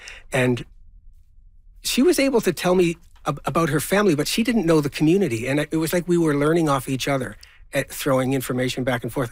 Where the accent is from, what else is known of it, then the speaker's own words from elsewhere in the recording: Toronto, Ontario, Canada; I was born and raised in Flemingdon Park, and I've always been intrigued by the history, the local history of the community.